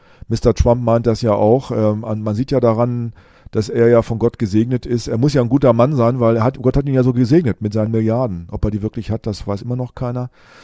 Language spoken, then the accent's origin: German; Rinteln, Lower Saxony, Germany; Auch da in meiner alten Heimatgemeinde in Rinteln, da fahren jetzt alle SUVs.